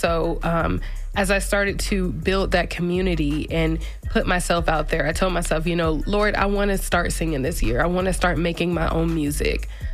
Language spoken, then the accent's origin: English; Indianapolis, Indiana, United States; So, I am from Indianapolis, Indiana. I am the eldest of four siblings